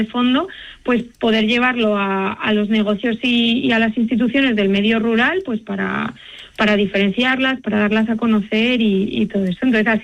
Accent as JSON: {"language": "Spanish", "region": "Castile and León", "country": "Spain", "said": "un pueblo de la zona del Valle del Tietar, que es de donde soy yo"}